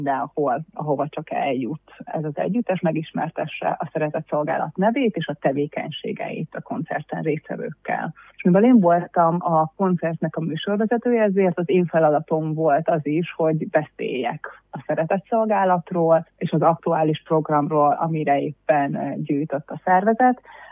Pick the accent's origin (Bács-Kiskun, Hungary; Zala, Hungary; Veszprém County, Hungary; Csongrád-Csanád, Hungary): Csongrád-Csanád, Hungary; Szentes; hanem otthon Szentesen